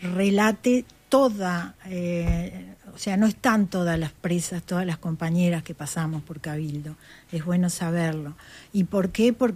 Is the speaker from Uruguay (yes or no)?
yes; Pando, Canelones, Uruguay; soy de la ciudad de Pando